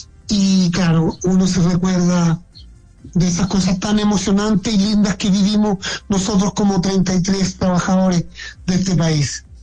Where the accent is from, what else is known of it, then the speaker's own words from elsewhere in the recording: Chile; pasaban muchas cosas por la cabeza de nosotros como mineros chilenos.